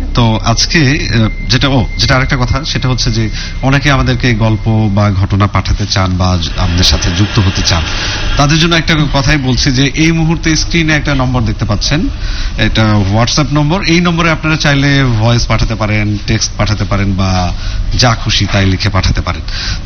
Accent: Bogura, Rajshahi Division, Bangladesh; also born or lived in Naogaon; now in Dhaka, Bangladesh; বগুড়ায় আমাদের বাড়ি বাট নওগাঁতে দাদু বাড়ি, মানে আমাদের দুইটা জায়গায় বাড়ি

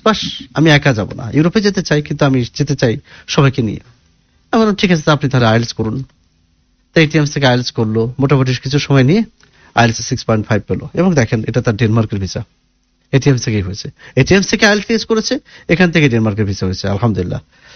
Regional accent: Kushtia, Khulna Division, Bangladesh; আমার বাড়ি কুষ্টিয়াতে

